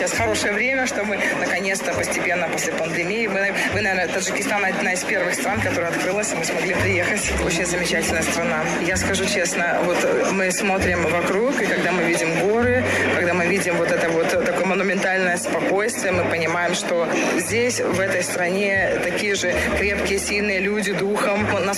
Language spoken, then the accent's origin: Russian; Belarus; я из Белоруссии.